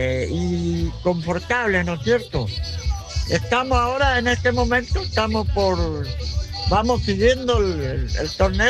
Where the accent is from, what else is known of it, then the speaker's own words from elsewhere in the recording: El Colorado, Formosa, Argentina; yo soy del Colorado. La perla del sur la llaman, porque está ubicada al sur de la provincia de Formosa.